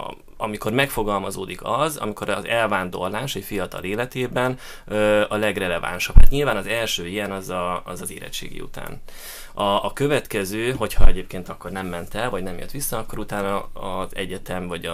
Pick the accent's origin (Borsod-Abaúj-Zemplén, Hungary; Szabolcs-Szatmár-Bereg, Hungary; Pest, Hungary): Borsod-Abaúj-Zemplén, Hungary; Miskolc; Nyilván van kötődés, szülők, itt születtem, barátok